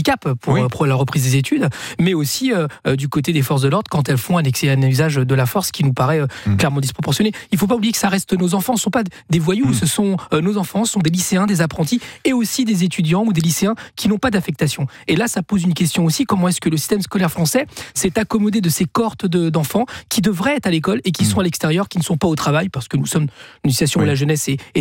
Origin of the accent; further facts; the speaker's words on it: Chile; now in France; je ne suis pas né en France. Mais c'est quelque chose qui a eu lieu dans mon pays d'origine. Rappelez-vous, au Chili, quand les jeunes se sont rebellés contre l'augmentation du tarif du métro